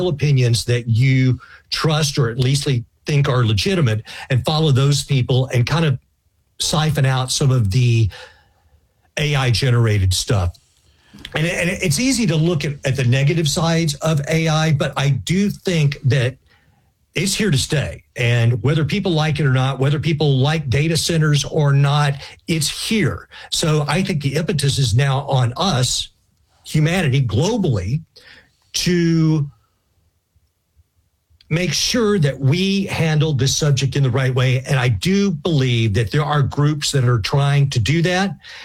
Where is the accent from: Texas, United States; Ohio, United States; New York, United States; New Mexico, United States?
Texas, United States; And in my home state of Texas, it's a big question because we have a lot of data centers